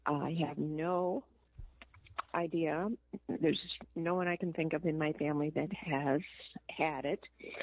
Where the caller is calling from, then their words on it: Moline, Illinois, United States; I am from Moline, Illinois.